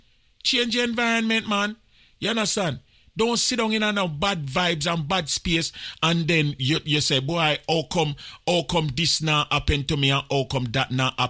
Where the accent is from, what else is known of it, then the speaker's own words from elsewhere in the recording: Jamaica; Because you know we as Jamaican, you know, anytime we hear somebody say England, automatically we start talking English.